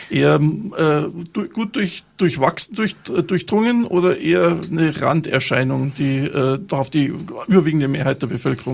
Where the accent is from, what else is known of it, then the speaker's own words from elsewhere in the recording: Bavaria, Germany; born there; weil ich als geborener, gebürtiger Bayer natürlich sowas, solche Erfahrungen nicht mache